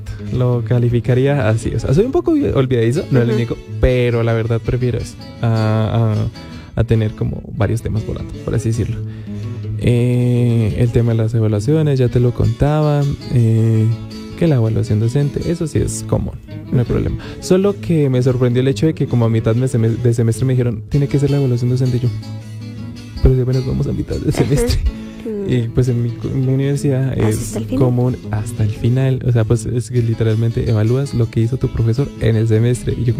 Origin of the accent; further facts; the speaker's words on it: Colombia; Pues depende más de la altura, pero de donde yo soy, o sea, no es tan exagerado